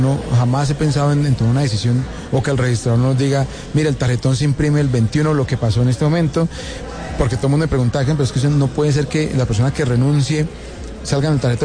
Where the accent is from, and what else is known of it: Colombia